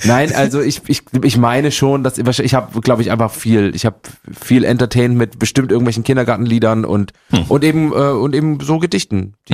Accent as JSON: {"language": "German", "town": "Gera", "region": "Thuringia", "country": "Germany"}